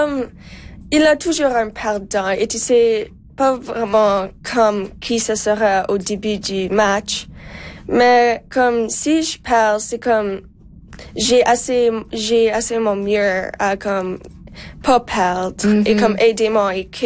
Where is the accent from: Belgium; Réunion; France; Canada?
Canada; Alberta; mais comme dans nous on est de Alberta, alors